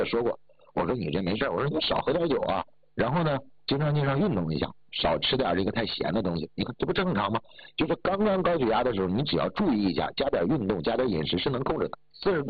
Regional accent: Heilongjiang, China; 你看我东北的，我黑龙江的

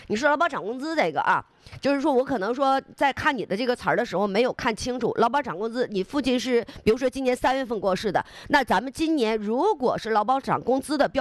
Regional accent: Northeast China, China; 像咱们东北话讲破闷儿

